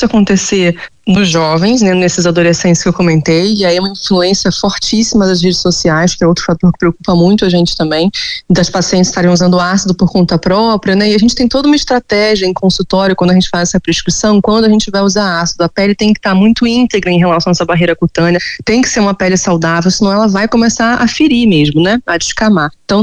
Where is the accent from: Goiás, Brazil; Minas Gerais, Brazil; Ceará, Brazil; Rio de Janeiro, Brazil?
Rio de Janeiro, Brazil; Eu sou do Rio, mas eu atendo muitos pacientes online e eu atendo presencialmente em São Paulo também